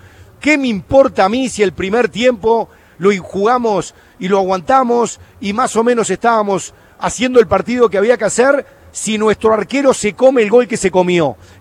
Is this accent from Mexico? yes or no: no; Uruguay; todos los uruguayos